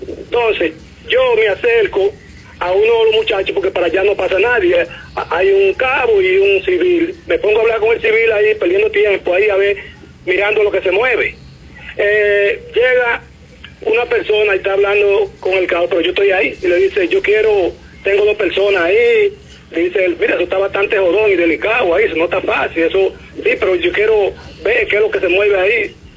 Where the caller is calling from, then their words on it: Dominican Republic; de aquí de Santa Fe.